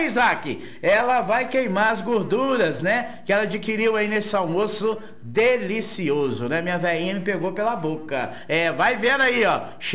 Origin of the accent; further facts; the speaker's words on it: Minas Gerais, Brazil; also born or lived in Belo Horizonte; eu não sou sandumonense, né? Eu sou da capital, sou de Belzonte, isso. Mas tenho a cidade de San Zumon no coração, porque aqui eu fui criado, vim para cá pequeno.